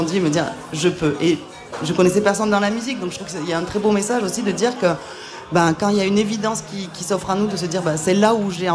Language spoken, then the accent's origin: French; South-West France, France; accent: South-West; moved away as an adult; now in La Rochelle, France; Moi, je viens du Sud-Ouest, ça s'entend un petit peu à mon accent que j'ai pourtant gardé, alors que je vis là depuis quelques années maintenant.